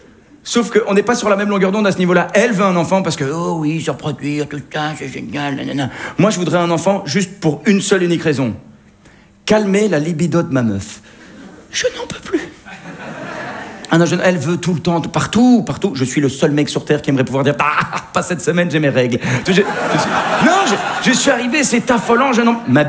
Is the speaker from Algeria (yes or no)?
no; Belgium; je sais de quoi je parle, je viens de Belgique.